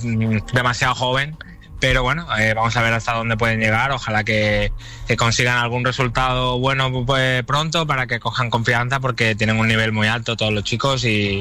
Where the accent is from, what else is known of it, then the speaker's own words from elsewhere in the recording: Málaga, Andalusia, Spain; siendo malagueño, habiendo jugado en la cantera y luego en el primer equipo, y bueno, yo vivo aquí, mi casa está aquí, de hecho ahora mismo estoy aquí